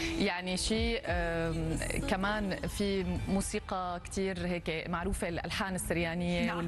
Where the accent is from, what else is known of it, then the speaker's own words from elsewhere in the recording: Syria; first language Arabic; فأنا سورية